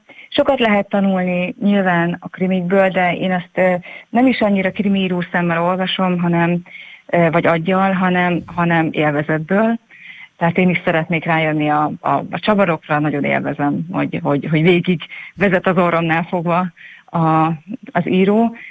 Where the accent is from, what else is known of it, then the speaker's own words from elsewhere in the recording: Miskolc, Borsod-Abaúj-Zemplén, Hungary; born there; Miskolcon születtem